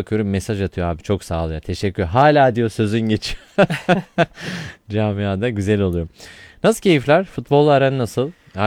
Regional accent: Azerbaijan; Benim memleketim bu arada tabii Azerbaycan

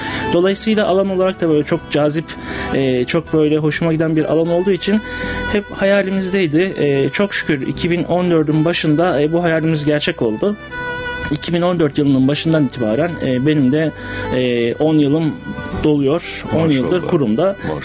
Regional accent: Adapazarı, Sakarya, Turkey; born there; ben Adapazarı Sakarya doğumluyum.

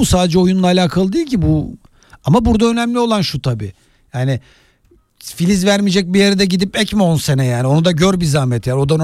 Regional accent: Istanbul, Turkey; ben Gazi Osman Paşa'da büyüdüm benim. Annem babam Yugoslavya'dan gelmiş

